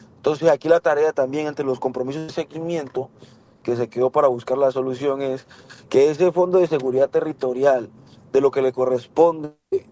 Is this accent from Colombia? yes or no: yes; Buenaventura, Valle del Cauca, Colombia; todos somos hijos de Buenaventura